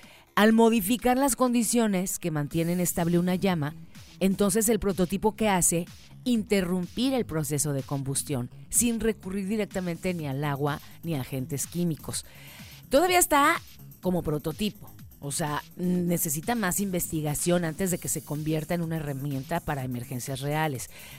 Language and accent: Spanish; Chiapas, Mexico; Y la verdad es que orgullosamente somos chiapanecos.